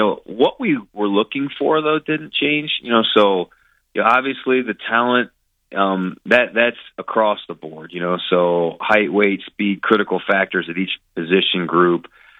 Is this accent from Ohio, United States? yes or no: yes; Ohio, United States; moved away as an adult; now in Iowa, United States